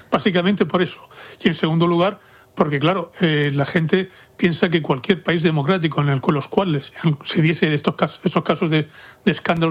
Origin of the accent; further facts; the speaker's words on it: Spain; somos españoles y seguimos la actualidad diaria de España